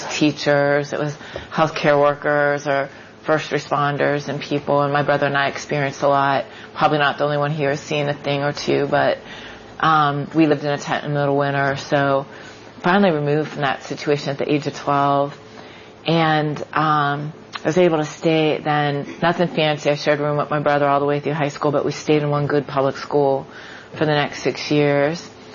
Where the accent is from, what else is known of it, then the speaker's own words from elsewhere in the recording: Youngstown, Ohio, United States; I am an Ohio girl through and through. I grew up in Youngstown, Ohio, and my grandfather came here, like a lot of folks from Europe, to escape persecution, ended up in Youngstown in the steel mills.